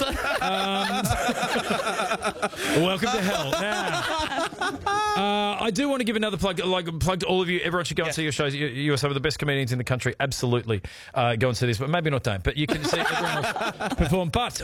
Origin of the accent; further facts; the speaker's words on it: Warrnambool, Victoria, Australia; born there; I was born in Warrnambool.